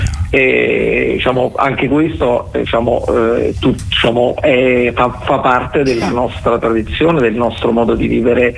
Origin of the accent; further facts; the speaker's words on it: Naples, Campania, Italy; accent: Neapolitan; Io sono di origini napoletane, come probabilmente si potrebbe diciamo, si potrà sentire dal mio accento